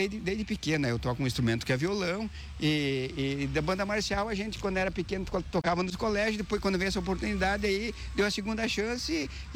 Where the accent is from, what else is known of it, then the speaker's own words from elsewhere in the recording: Soledade, Rio Grande do Sul, Brazil; Bom dia aos ouvintes da Cristal. Eu sou morador de Soledade, nasci aqui em Soledade, uma cidade muito maravilhosa de nós viver, uma cidade de gente preciosa